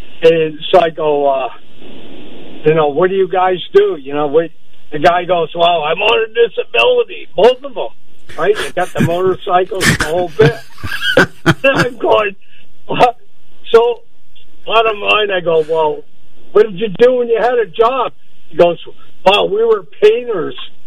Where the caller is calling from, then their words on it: Burlington, Vermont, United States; I'm calling from Burlington.